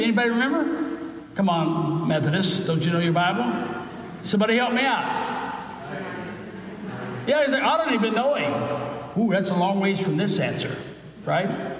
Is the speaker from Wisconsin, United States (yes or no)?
no; Creighton, Missouri, United States; moved away; I grew up in Creighton, Missouri, which is, I don't know, an hour and a half to the west of here in south of Kansas City, a little town of 300 people in the 70s.